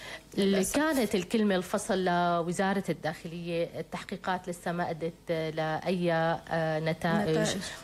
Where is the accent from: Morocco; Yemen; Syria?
Syria; ونحن كسوريين كتير بكبر قلبنا هذا الشيء